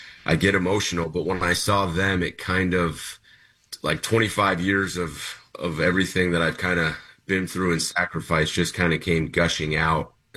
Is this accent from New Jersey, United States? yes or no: yes; New Jersey, United States; now in Miami, United States; You know, I'm from New Jersey.